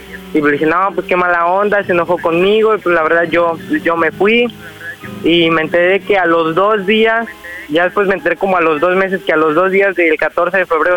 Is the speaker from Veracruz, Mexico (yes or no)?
yes; Xalapa, Veracruz, Mexico; Tengo 16, estoy de aquí, de Jalapa.